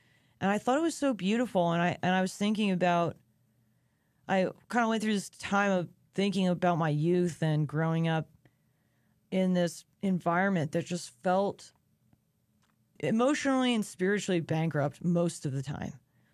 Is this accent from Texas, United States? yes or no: no; New York, United States; No, I'm from Long Island.